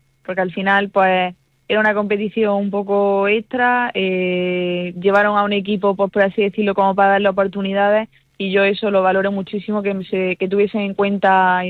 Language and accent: Spanish; Motril, Andalusia, Spain; un orgullo de poder representar pues de donde eres, de llevar el nombre de pues Calchuna, Calahonda, Motril, Granada, a cualquier lado